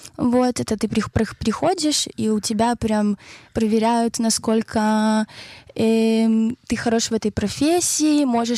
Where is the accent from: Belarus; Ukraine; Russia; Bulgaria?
Ukraine; Kyiv; now in Israel; Я из Украины, из Киева. Я танцовщица.